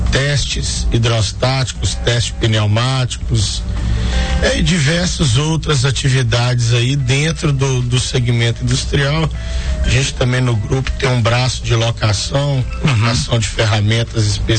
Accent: Timóteo, Minas Gerais, Brazil; moved away as an adult; Eu sou daqui, natural aqui de Timóteo, no Vale do Aço, né? Aos 18 anos, eu fui morar fora

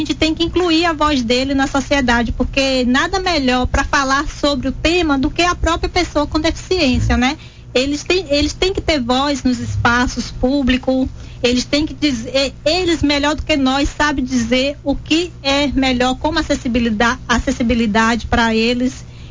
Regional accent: Bahia, Brazil; now in Coronel Fabriciano, Brazil; Eu não sou natural de Fabriciano, eu sou natural da Bahia.

